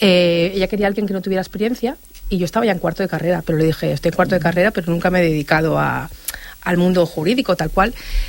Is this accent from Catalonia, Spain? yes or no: yes; Sant Boi de Llobregat, Catalonia, Spain; Bueno, pues yo soy de Sant Boi de toda la vida.